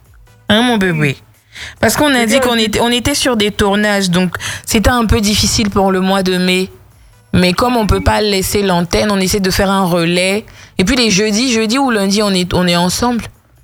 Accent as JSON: {"language": "French", "region": "Abidjan", "country": "Côte d’Ivoire", "tie": "born or raised there", "said": "Yopougon, c'est là, c'est vrai, je suis né. Et j'ai grandi, j'ai fait toute mon enfance à Yopougon."}